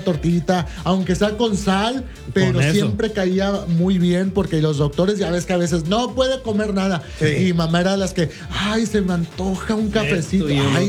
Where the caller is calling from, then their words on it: Mexico; como mexicanos que somos y latinos